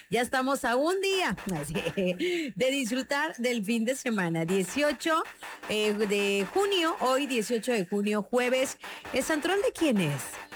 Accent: Mexico; todos como buenos mexicanos

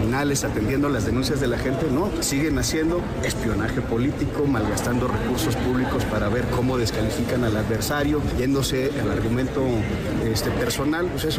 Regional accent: Magdalena, Sonora, Mexico; he registrado como sonorense, como originario de Magdalena Aquino, Sonora.

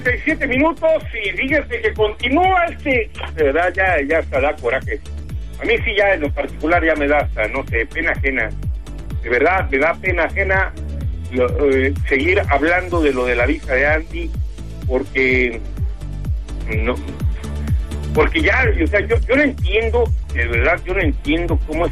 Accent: Mexico; Como mexicanos, obtener un pasaporte.

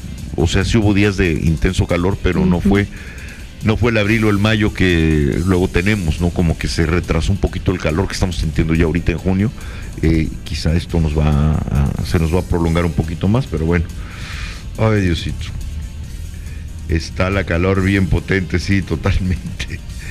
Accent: Mexico; Somos mexicanos.

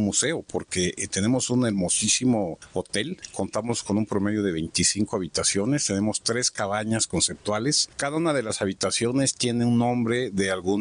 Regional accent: San Cristóbal de las Casas, Chiapas, Mexico; Los que somos de San Cristóbal tienen derecho de entrar de manera libre

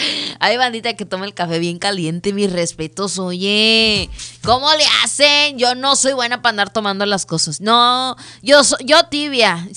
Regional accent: Mexico; como buen mexicano, echarnos un buen taco

